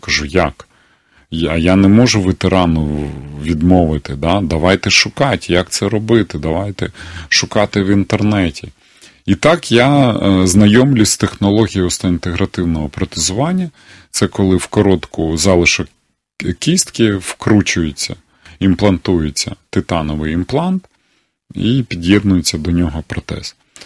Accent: Kyiv, Ukraine; Ось, а я сам з Києва, чому в Києві нема?

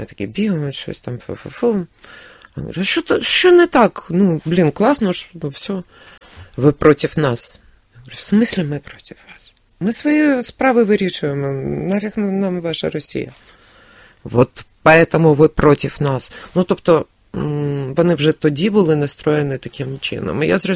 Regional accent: Kyiv, Ukraine

